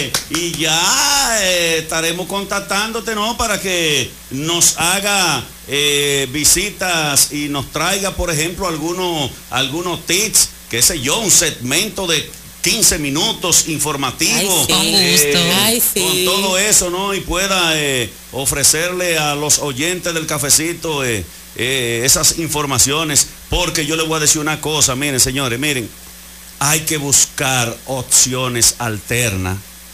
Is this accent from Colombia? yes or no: no; Gaspar Hernández, Espaillat, Dominican Republic; Yo soy de Blumen Flojo, de allá, de cosas, de Gaspar Hernández